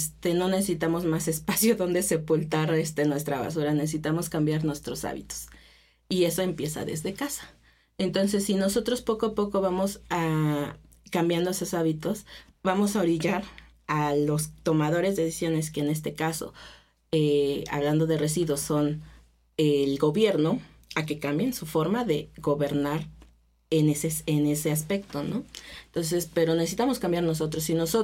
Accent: Hidalgo, Mexico; now in Texcoco, Mexico

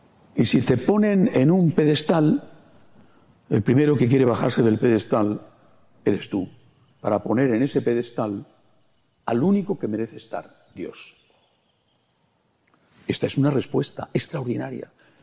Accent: Spain; En mi país, en España

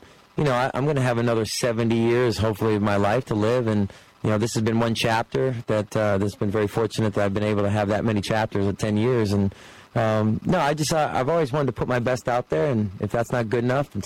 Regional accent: Iowa City, Iowa, United States; I grew up in Iowa City. I grew up 2 miles from being a Hawkeye

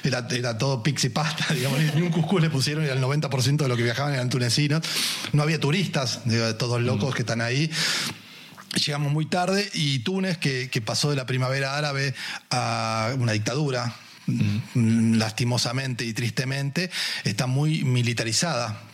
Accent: Argentina; como argentinos siempre nos salvan

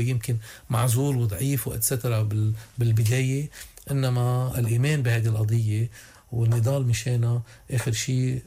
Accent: Lebanon; ومنبني ساعتها كلنا سوا كلبنانيين سلام مع إسرائيل

